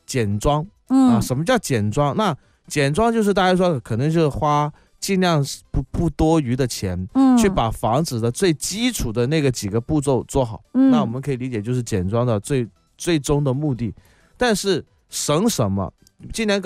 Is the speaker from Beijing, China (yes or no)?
no; Guangdong, China; 我们广东话的偷街